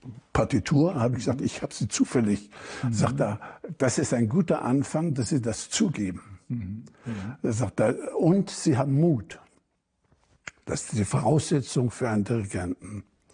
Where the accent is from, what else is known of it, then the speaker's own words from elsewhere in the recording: Germany; Ich sagte, ich bin Deutscher.